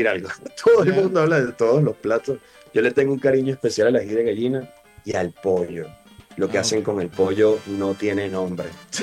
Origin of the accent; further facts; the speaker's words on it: Venezuela; Nosotros como venezolanos y todo el capítulo de migración que hemos atravesado en estos últimos años